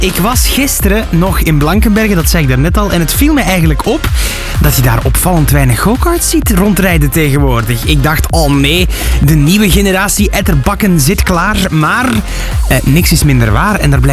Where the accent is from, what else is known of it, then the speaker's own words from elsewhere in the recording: Flanders, Belgium; Maar dus mijn kindertijd aan de Belgische kust.